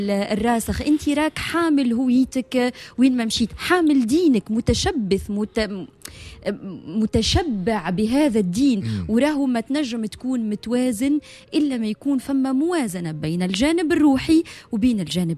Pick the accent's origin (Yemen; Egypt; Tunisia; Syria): Tunisia; احنا توانسة